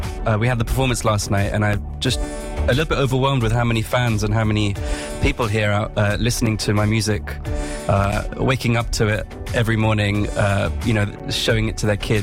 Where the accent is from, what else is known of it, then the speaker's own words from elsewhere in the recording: London, United Kingdom; I'm born and brought up in London in the United Kingdom.